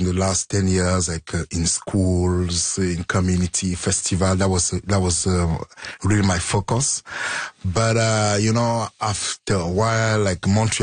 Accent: Cameroon; I grew up in Cameroon, colonized country by French and England

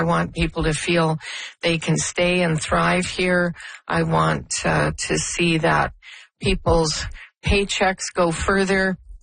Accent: Canada; I'm a Canadian, born and bred.

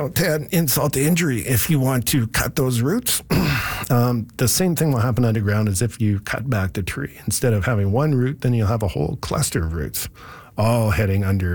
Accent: Bowness, Alberta, Canada; First of all, shout out to Bowness, my old stomping grounds. I grew up in Bowness, went to Bowness High.

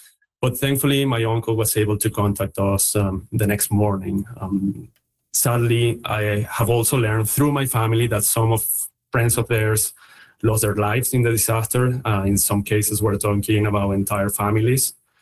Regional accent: Venezuela; for having me on your show and for giving me the opportunity to talk about this tragic event affecting my home country, Venezuela.

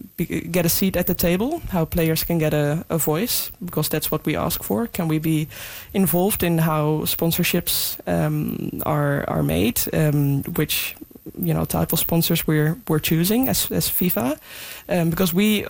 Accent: Netherlands; growing up in the Netherlands playing football there, there wasn't too many I guess, weather events

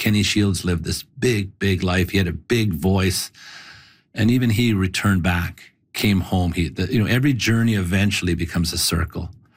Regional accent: Fort Vermilion, Alberta, Canada; I grew up in Fort Vermilion. It's a population of about 700 people. It's up near Wood Buffalo National Park.

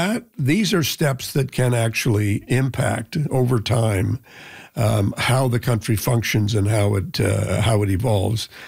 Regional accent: Canada

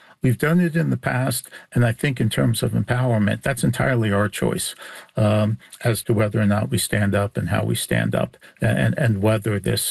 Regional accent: Canada; as Canadians

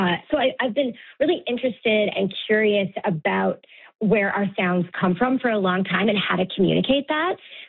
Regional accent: Gander, Newfoundland and Labrador, Canada; I'm from Gander, girl.

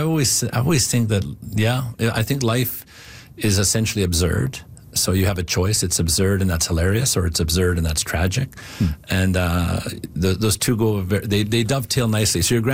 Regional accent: Alberta, Canada; I grew up in Northern Alberta. I wanted out, but I could recognize that personality.

